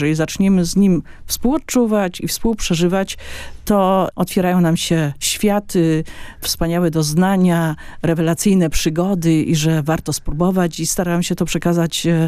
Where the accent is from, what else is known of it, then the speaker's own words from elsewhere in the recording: Poznań, Greater Poland Voivodeship, Poland; moved away as an adult; now in Berlin, Germany; właściwie ja pochodzę z Poznania, za rogiem.